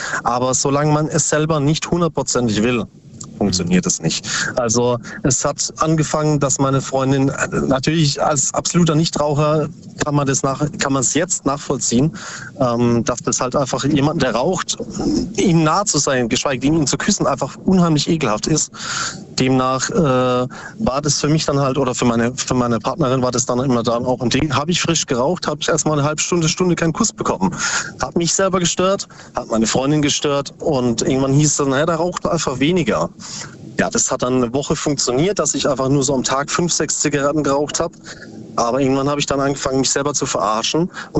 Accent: Ubstadt-Weiher, Baden-Württemberg, Germany; Aus Upstadt Weiher, nee, Bruchsal.

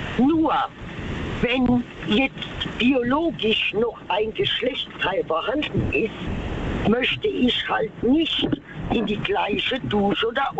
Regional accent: Mannheim, Baden-Württemberg, Germany; Also, ich bin gebürtig aus Mannheim und ich bin mit allen verschiedenen Sorten von Menschen groß geworden

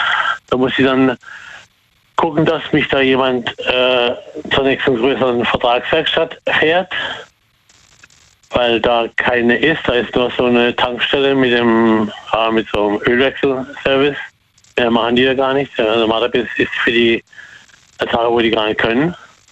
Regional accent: Karlsruhe, Baden-Württemberg, Germany; also born or lived in Ettlingen; Nee, nee. Ich bin gebürtiger Karlsruher.

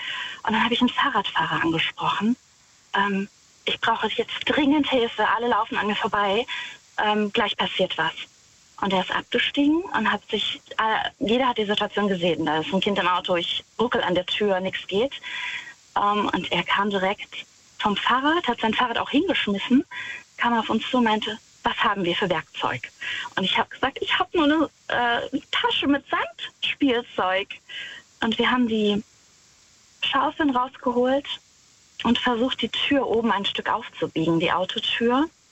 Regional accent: Rhineland-Palatinate, Germany; Ich bin aus der Nähe von Wittlich.

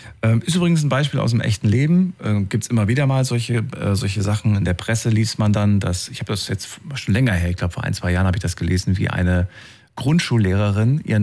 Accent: Thuringia, Germany; ich bin auch sehr, sehr locker erzogen worden. Bin ja aus Thüringen und so weiter.

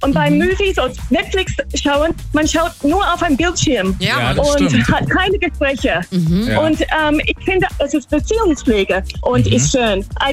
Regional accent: Australia; German is a second language; Nee, eigentlich nicht. Ich komme aus Australien.

